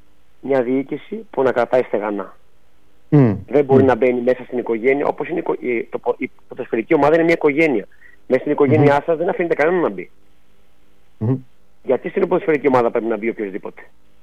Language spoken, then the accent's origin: Greek; Greece